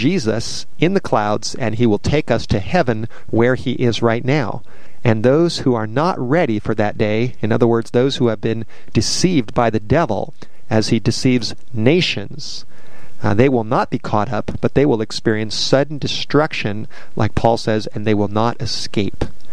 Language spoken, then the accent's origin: English; Studio City, California, United States; I grew up in Studio City of Southern California, and I tell you, the city that I lived in was not a holy city.